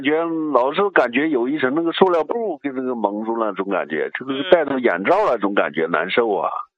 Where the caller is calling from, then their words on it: Kunming, Yunnan, China; 哎，你好，你好，我是昆明的患者呀、